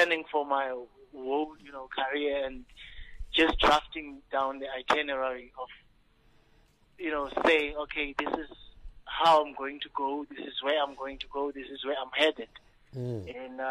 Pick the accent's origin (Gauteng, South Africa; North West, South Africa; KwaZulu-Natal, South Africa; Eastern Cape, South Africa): Eastern Cape, South Africa; Sigisigi; by the way, I'm from the Sigisigi, a small town in Eastern Cape.